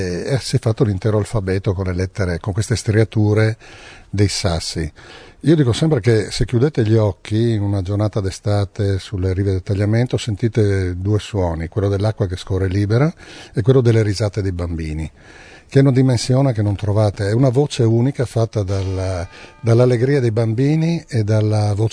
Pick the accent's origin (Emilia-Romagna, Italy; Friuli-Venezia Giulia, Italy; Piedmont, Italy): Friuli-Venezia Giulia, Italy; Valvasone; è il fiume in cui ho nuotato da bambino. Io sono nato a Valvasone, ho giocato nei posti che sono stati descritti da Hemingway in Addio le armi